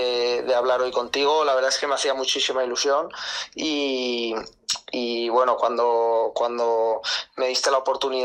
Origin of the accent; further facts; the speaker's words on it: Puçol, Valencian Community, Spain; Yo soy de Puzol y correcto, empecé mi andadura en el fútbol en el Planter